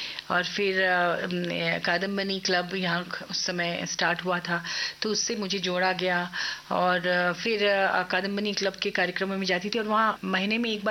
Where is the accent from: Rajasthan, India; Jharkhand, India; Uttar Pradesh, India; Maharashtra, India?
Jharkhand, India; Ranchi; मेरा जन्म रांची में हुआ और यहीं मैं पली बढ़ी हूँ। यहीं से स्कूलिंग भी हुई है, कॉलेज की पढ़ाई भी हुई है। इनफैक्ट मेरे जो दादाजी और हमारे पूर्वज यहाँ के एक तरह से मुझे लगता है डोमिसाइल हम लोगों का है